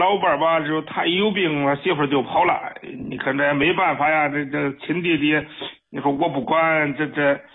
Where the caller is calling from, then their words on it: Henan, China; 张老师，我是河南的，可算跟你通上话了。